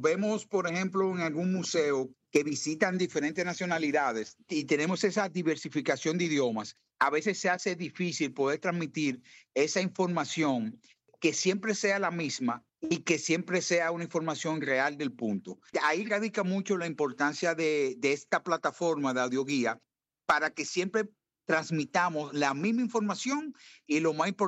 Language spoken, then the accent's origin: Spanish; Dominican Republic; nuestra historia, nuestra cultura y nuestras raíces